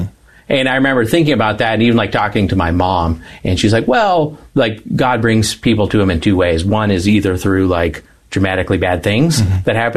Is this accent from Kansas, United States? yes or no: no; Tucson, Arizona, United States; also born or lived in Santa Barbara, California; now in the South, United States; I grew up in Tucson, Arizona.